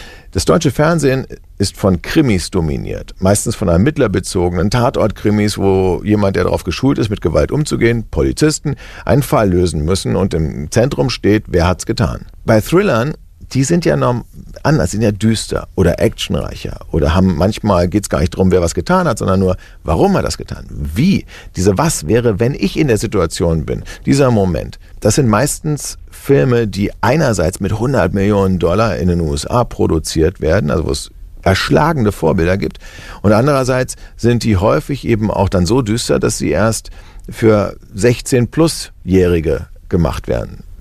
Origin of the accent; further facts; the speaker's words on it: Berlin, Germany; born there; naja, ich bin in Berlin geboren, also Berlin.